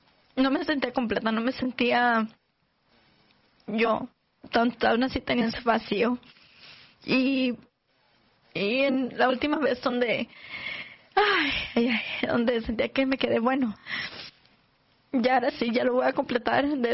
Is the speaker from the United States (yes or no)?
yes; United States; doy una presencia con personas que yo crecí aquí en Estados Unidos, en la iglesia, porque ella y yo crecimos como en la escuela, como ya más jóvenes y todo eso, en la junior high, high school y todo eso.